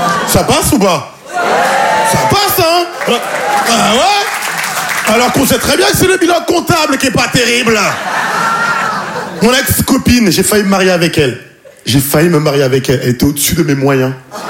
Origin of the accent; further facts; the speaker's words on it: Île-de-France, France; now in Paris, France; j'ai grandi en banlieue parisienne. Aujourd'hui, j'habite à Paris.